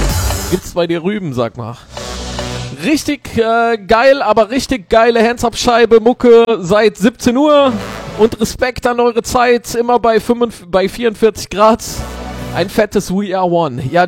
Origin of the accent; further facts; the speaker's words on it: Netherlands; Also für mich als Holländer super schwierige Städtenamen.